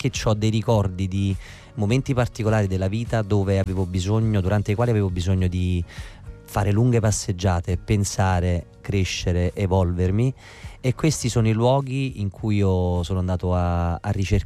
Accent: Naples, Campania, Italy; sono un napoletano atipico, nel senso che in cucina, cioè, che cosa mangiamo stasera?

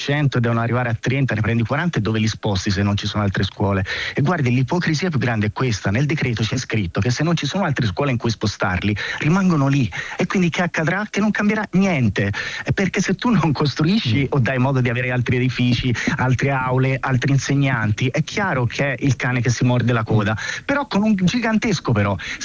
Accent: Prato, Tuscany, Italy; now in Rome, Italy; io sono originario di Prato

